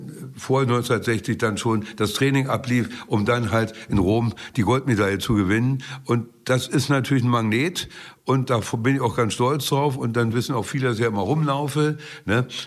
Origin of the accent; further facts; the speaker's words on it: Ratzeburg, Schleswig-Holstein, Germany; komme noch auf meine Heimatstadt Ratzburg zu sprechen